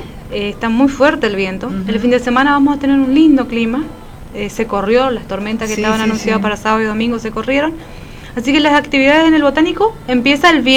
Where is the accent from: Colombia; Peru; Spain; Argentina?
Argentina; como buen argentino estresado por el partido de ayer